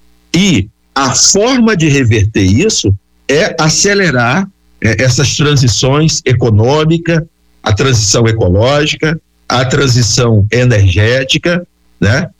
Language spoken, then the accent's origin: Portuguese; Altamira, Pará, Brazil; born or raised there